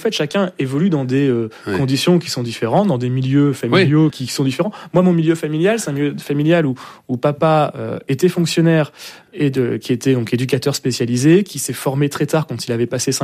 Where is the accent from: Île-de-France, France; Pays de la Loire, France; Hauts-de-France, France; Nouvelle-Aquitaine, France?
Hauts-de-France, France; Marck; also born or lived in Grande-Synthe; je suis né à Grande-Synthe, hein, mais j'ai vécu 2 ou 3 jours à Grande-Synthe. Parce que mes parents habitaient et habitent toujours la ville de Marc en Calaisis, dont je suis maire. Donc, je suis arrivé dans le Pas-de-Calais assez rapidement, parce qu'on a la frontière du Pas-de-Calais et du Nord.